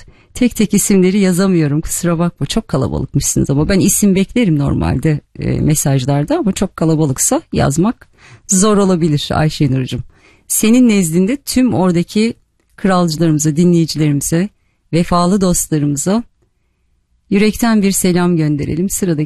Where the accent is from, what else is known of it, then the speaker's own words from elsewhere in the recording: Malatya, Turkey; Keşke denk gelseydi şöyle güzel bir Malatya türküsü çalsaydım. Çok severim ben bizim oraların türkülerini.